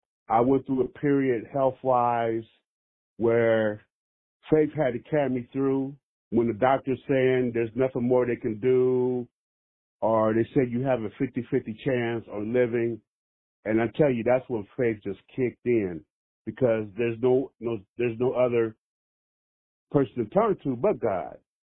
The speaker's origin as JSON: {"language": "English", "town": "Cincinnati", "region": "Ohio", "country": "United States", "tie": "born or raised there", "moved": "yes", "lives_now": "Toledo, United States", "said": "Born and raised in Cincinnati."}